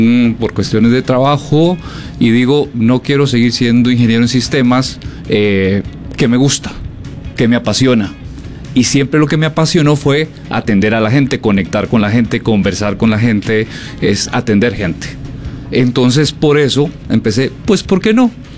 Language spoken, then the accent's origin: Spanish; Costa Rica; moved away as an adult; now in Mexico; aquí de paseo en Tiquicia, en mi tierra.